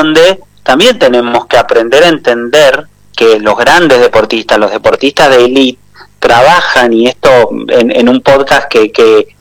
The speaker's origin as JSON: {"language": "Spanish", "country": "Argentina", "said": "somos argentinos"}